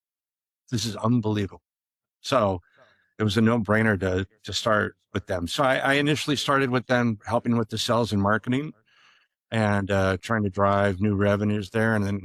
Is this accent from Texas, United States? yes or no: no; Chico, California, United States; I grew up in Chico, California, and there was a public golf course that was close to the house.